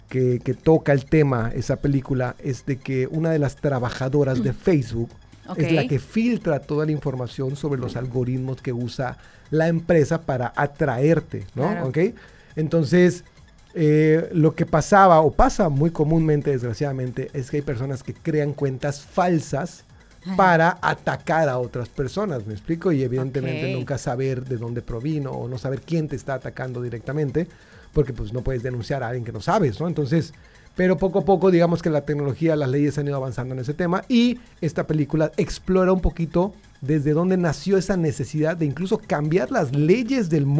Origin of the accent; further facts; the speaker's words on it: Mexico; Ay, amiga, somos mexicanas.